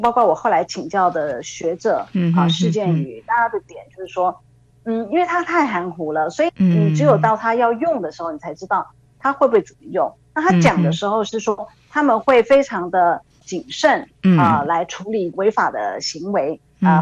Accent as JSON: {"language": "Chinese", "country": "Taiwan", "said": "因为我们台湾人也会常听到中华民族，"}